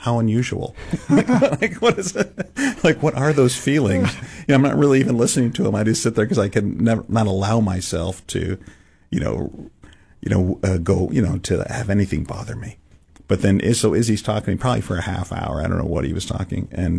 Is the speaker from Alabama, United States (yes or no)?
no; San Francisco, California, United States; I'm growing up in San Francisco, so it's not like you're not in the middle of church culture. I didn't know a kid who went to church.